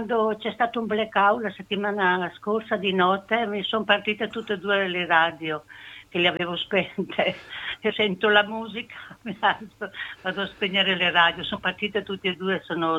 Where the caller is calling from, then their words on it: Lombardy, Italy; Dalla provincia di Brescia.